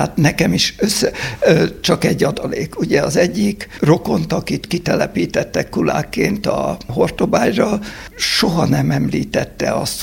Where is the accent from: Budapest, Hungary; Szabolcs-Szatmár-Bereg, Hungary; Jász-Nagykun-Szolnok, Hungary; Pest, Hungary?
Jász-Nagykun-Szolnok, Hungary; Jászapáti; Jászapátinak egy külső kerülete volt Jászivány akkor, és odaadtak a nagyszüleimhez, akiknél én 3 évig nevelkedtem, amíg a szüleim végül is kaptak egy úgynevezett tanácsi lakást